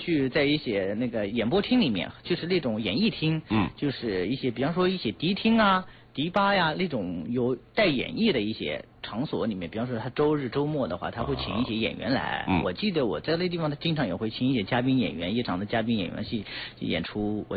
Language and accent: Chinese; Anhui, China; moved away as an adult; also born or lived in Shanghai; 因为我家是安徽人，我是安徽人农村的，然后出的家乡人，就是出去打工的时候，可能我家离上海特别近，然后我是首先第一个城市就去上海。